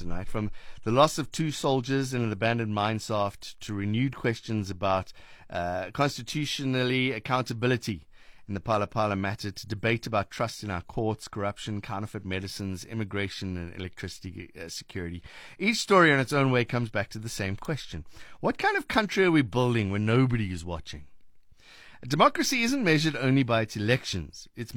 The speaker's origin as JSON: {"language": "English", "town": "Cape Town", "region": "Western Cape", "country": "South Africa", "said": "from Cape Town."}